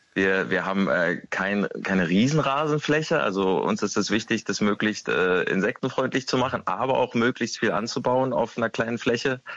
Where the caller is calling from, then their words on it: Berlin, Germany; Nee, in Berlin-Schöneberg, ja, aber der Garten ist in Britz.